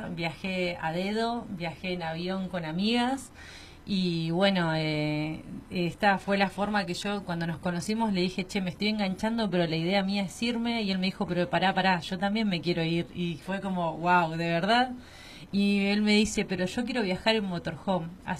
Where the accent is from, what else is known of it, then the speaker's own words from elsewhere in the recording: Centenario, Neuquén, Argentina; Sí, somos neuquinos, los dos. Yo me crié en la ciudad de Centenario, que queda a 15 kilómetros, pero después a los 17 años yo ya me fui a vivir a Neuquén